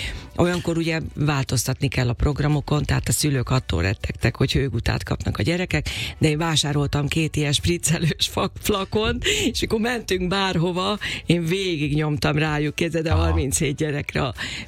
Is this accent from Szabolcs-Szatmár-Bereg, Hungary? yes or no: no; Makó, Csongrád-Csanád, Hungary; az követte egy nagy koncertem szülővárosomban, Makón, ahol az első zongoratanítónőm emlékére rendeztem egy nagyszabású koncertet.